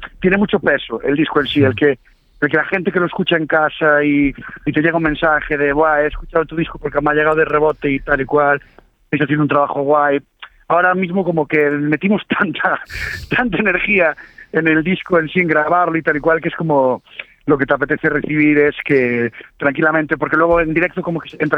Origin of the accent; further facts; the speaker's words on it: Ourense, Galicia, Spain; now in Santiago de Compostela, Spain; Yo, bueno, somos de Ourense toda la vida, pero yo llevo años viviendo en Santiago de Compostela